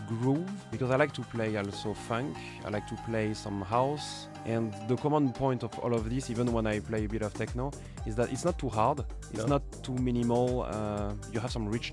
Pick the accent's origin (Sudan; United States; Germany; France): France; south of France; I think it would be where I'm coming from South of France.